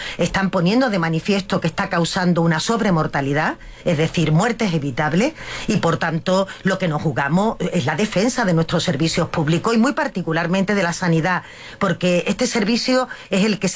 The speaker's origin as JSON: {"language": "Spanish", "region": "Andalusia", "country": "Spain", "said": "la visión del sur que traemos las personas que somos de Andalucía"}